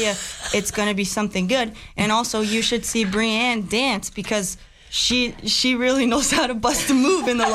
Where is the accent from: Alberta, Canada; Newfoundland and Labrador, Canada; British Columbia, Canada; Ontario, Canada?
Ontario, Canada; Caledon East; I'm from Caledon East, but this is close enough for me.